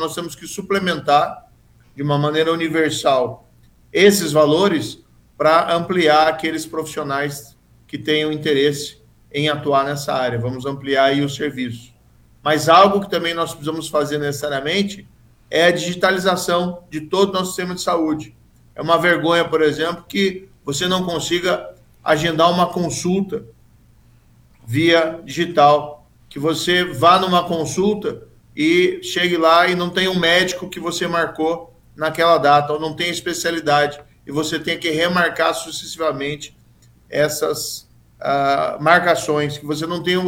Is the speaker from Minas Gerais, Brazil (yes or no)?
no; Maringá, Paraná, Brazil; also born or lived in Cascavel; now in Curitiba, Brazil; Eu sou de Maringá, eu sou do interior. Moro em Curitiba, é fato, desde 2002. mas eu tenho circulado muito, inclusive morei em Cascavel